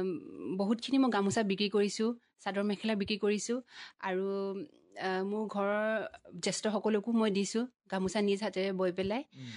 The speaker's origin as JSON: {"language": "Assamese", "town": "Biswanath Chariali", "region": "Assam", "country": "India", "tie": "born or raised there", "also_born_or_lived": "Morigaon", "said": "মোৰ মাৰ ঘৰ বিশ্বনাথ চাৰিআলি।"}